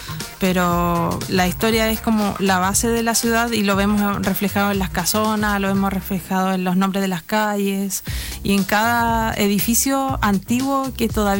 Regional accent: Osorno, Los Lagos, Chile; los que somos nacidos y criados en Osorno, no dejar de hablar de la ciudad

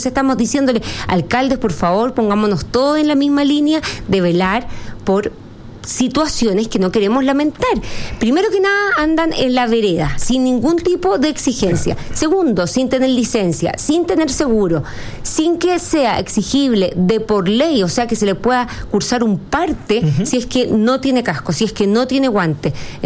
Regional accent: Chile; en estos días que estamos de fiesta, que nos unimos como chilenos, yo quiero ver a un país que tiene esperanza

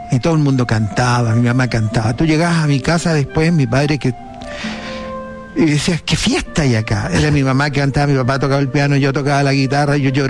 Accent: Iquique, Tarapacá, Chile; also born or lived in United States; Yo había leído Inostrosa cuando era chico en Iquique. Usted haber tenido 9 años, 10 años, de ahí El Combate Anal de Iquique, se me caían las lágrimas.

